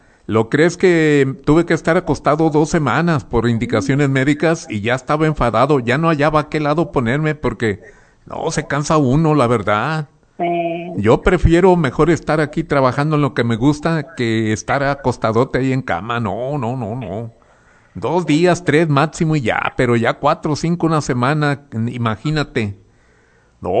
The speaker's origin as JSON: {"language": "Spanish", "region": "Nayarit", "country": "Mexico", "also_born_or_lived": "California", "moved": "as an adult", "said": "estuve muchos años en parte de California, yo no me enamoré, ¿eh? Yo jamás dije, no, yo aquí no me quedo, yo quiero irme a mi tierra, a Nayarit, a vivir a mi tierra."}